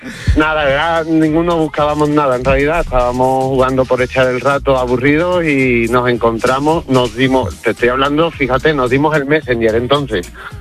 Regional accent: Cádiz, Andalusia, Spain; now in Zaragoza, Spain; Os cuento, yo soy un gaditano afincado en Zaragoza, pues por lo que os voy a contar, yo conocí a mi mujer jugando una partida de parchís online.

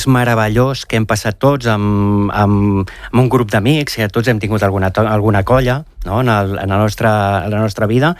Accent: Badalona, Catalonia, Spain; born there; also born or lived in Premià de Mar; jo sóc fill de Badalona, jo vaig néixer a Badalona.

